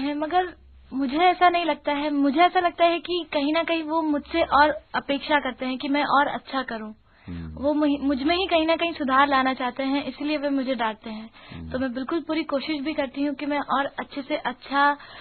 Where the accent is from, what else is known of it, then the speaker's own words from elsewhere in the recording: Indore, Madhya Pradesh, India; born there; इंदौर में ही मेरा जन्म हुआ है